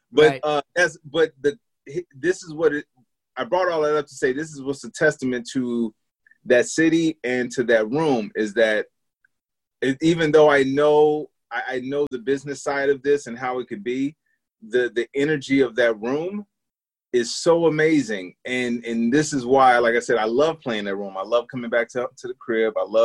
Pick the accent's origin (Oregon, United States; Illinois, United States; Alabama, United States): Illinois, United States; Chicago; I've noticed it, because it wasn't like this when I was growing up in Chicago.